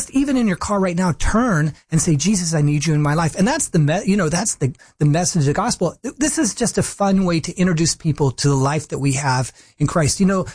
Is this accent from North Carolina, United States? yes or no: no; Portland, Oregon, United States; also born or lived in Chicago / New York / South Florida; When I grew up in the Portland area, ended up going to school at Wheaton College way out in Chicago. And then I lived in New York and I was in South Florida for 9 years